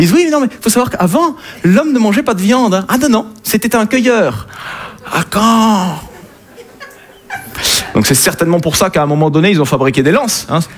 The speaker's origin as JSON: {"language": "French", "region": "south of France", "country": "France", "said": "je viens du sud de la France"}